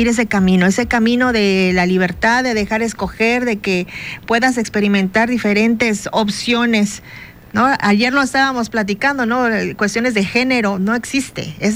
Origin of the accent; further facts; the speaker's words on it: Bacalar, Quintana Roo, Mexico; Así es, soy de Bacalar, sí, soy de Carrillo, vengo de Quintana Roo, represento, sí, ah, sí.